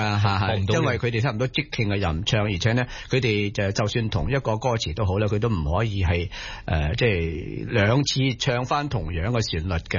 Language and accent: Cantonese; Guangdong, China; 咁如果係我哋廣府人嚟講咧，就似乎係聽鹹水歌咧，就會係接近啲喎。